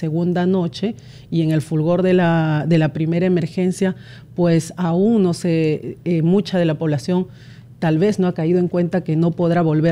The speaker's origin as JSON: {"language": "Spanish", "country": "Peru"}